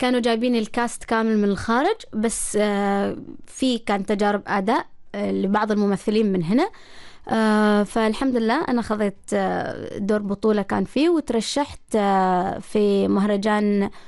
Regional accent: Oman; عندنا في عمان

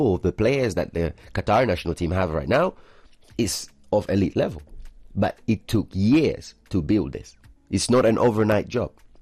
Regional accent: Tanzania; So I remember growing up in Tanzania.

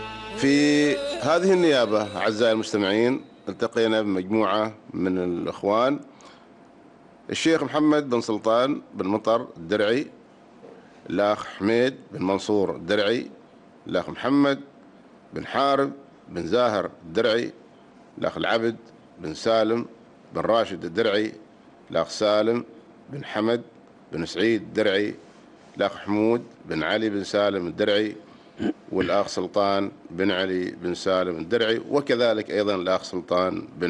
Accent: Muscat, Muscat Governorate, Oman; احنا من مسقط.

